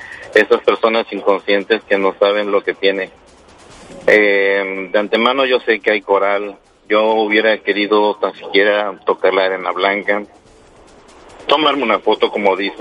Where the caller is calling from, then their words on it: Veracruz, Mexico; yo en lo particular soy del puerto de Veracruz